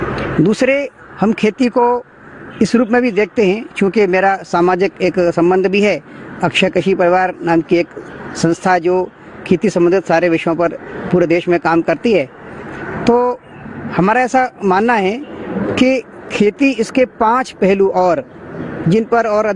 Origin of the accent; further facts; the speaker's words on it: Aligarh district, Uttar Pradesh, India; moved away; अलीगढ़ जिले के एक गांव में मैं पैदा हुआ और वहीं मैं पला बढ़ा। उसके बाद भारत के बहुत सारे शहरों में कई प्रकार के काम करने का मौका मिला।